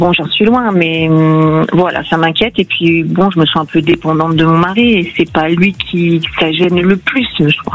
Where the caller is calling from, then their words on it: Aix-en-Provence, Provence-Alpes-Côte d'Azur, France; je vous appelle d'Aix-en-Provence.